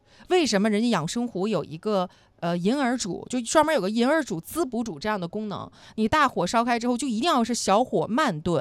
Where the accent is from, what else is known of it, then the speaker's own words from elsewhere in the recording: northern China, China; 我们北方也是煲汤的